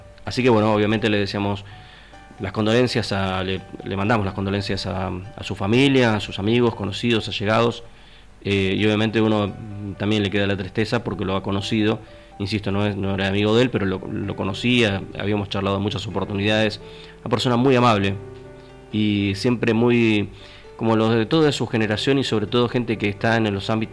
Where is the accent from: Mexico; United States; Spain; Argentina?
Argentina; Río Gallegos, Santa Cruz; para aquellos que somos de Río Gallegos o estamos siguiendo la carrera de él desde Río Gallegos